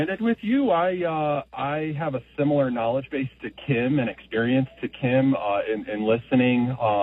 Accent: Chicago, Illinois, United States; I was born and raised in Wrigleyville in Chicago, married into a commodity farming family

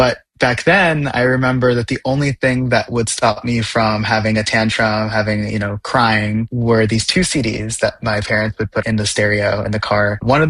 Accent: Glenview, Illinois, United States; also born or lived in Evanston; I was born in Evanston and I grew up in Glenview to two amazing parents … with two great older brothers. Yeah, we grew up in a cute little house in Glenview, Illinois, in a very vibrant suburb, set of suburbs.

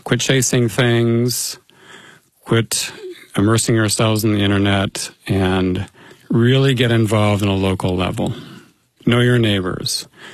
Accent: Denver, Colorado, United States; When I grew up in Denver in the 1950s, all seemed relatively glorious.

